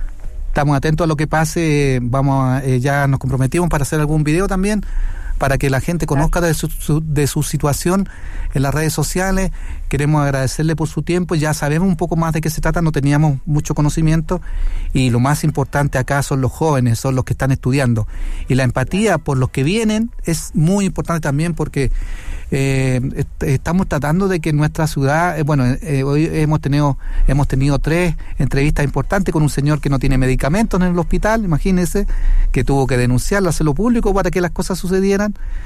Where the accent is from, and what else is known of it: Calama, Antofagasta, Chile